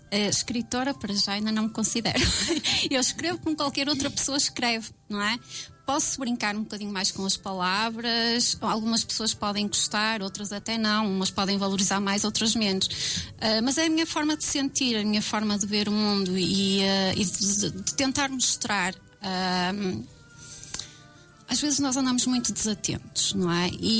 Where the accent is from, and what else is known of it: Felgueiras, Norte, Portugal; born there; also born or lived in Lisbon